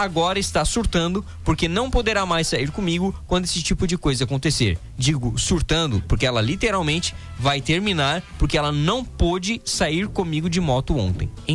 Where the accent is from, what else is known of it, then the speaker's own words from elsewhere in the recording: São Paulo, Brazil; um mora em outro estado, em Goiás, 4 anos, e sou de São Paulo.